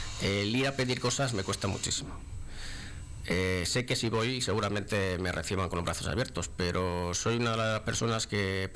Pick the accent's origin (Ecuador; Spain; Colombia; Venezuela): Spain; Santa María, Castile and León; porque somos todos amigos de Santa María.